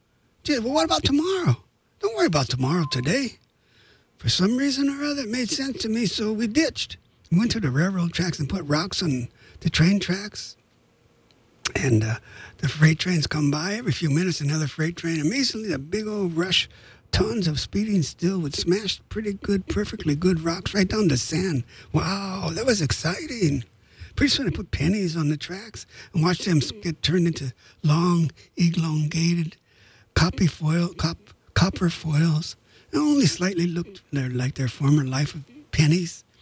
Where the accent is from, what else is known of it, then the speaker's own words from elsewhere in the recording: Los Angeles, California, United States; I wrote this book about growing up in East L.A.